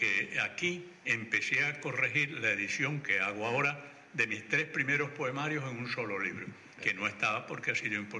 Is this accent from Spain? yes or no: no; Venezuela; born there; referente a Venezuela, tu tierra, y yo le respondí, no, no, yo nací allí, pero mi tierra es España.